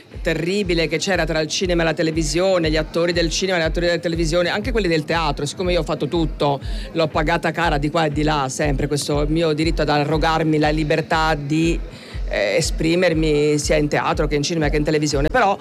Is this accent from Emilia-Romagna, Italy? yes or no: no; Florence, Tuscany, Italy; Io sono di Firenze